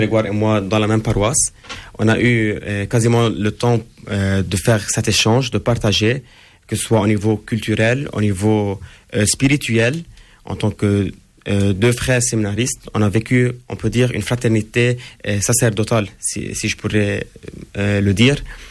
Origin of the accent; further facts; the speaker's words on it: Lebanon; en tant que Libanais en premier lieu, en tant que chrétien